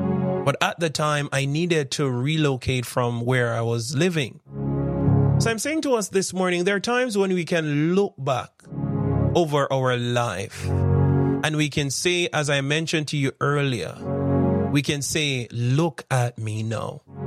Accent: Jamaica; also born or lived in Richmond Park, Kingston; I'm from St. John's Road.

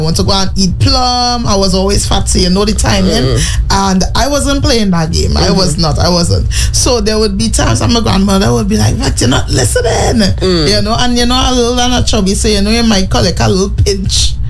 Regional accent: Tobago, Trinidad & Tobago; we're Caribbean girlies and we grew up right here in Tobago, right?

